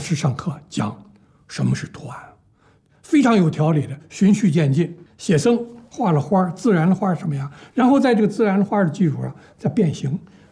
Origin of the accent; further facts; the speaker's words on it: Harbin, Heilongjiang, China; 我是从哈尔滨第三中学考来的，哈尔滨第三中学是在国内也是知名的学校，学校非常漂亮。